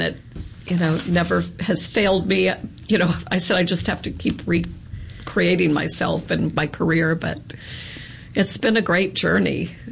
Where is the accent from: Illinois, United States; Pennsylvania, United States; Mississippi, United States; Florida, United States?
Mississippi, United States; Natchez; also born or lived in San Francisco, United States; I think about growing up in Natchez with like the soup course